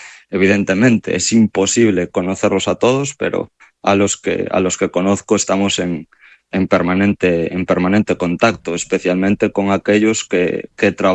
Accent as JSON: {"language": "Spanish", "region": "Galicia", "country": "Spain", "moved": "as an adult", "lives_now": "China", "said": "Cuando salí de Galicia mi idea era, voy a China, estoy allí un mes, 2 meses, si me gusta pues acabo mi contrato, si no me vengo para mi casa"}